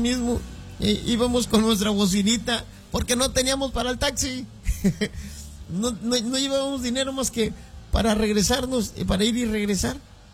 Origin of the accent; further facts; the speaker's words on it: Ébano, San Luis Potosí, Mexico; Los que no conocen Ébano, es un pueblo realmente muy, muy bonito, porque yo soy de ahí, bueno, ahí me crié y lo amo mucho ese pueblo.